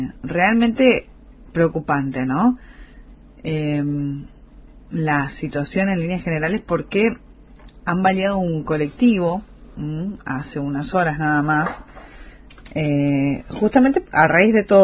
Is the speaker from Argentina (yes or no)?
yes; Argentina